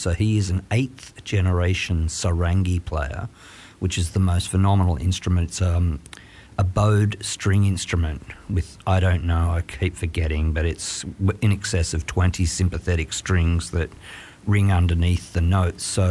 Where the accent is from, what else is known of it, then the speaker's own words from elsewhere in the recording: Grenfell, New South Wales, Australia; I was born in Grenfell in the Central West and grew up on a sheep farm playing drums in the wool shed as a kid